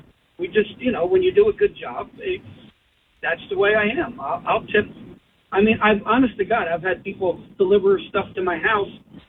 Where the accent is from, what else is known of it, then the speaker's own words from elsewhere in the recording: New Jersey, United States; now in Pennsylvania, United States; No, I was originally from New Jersey. I live in PA.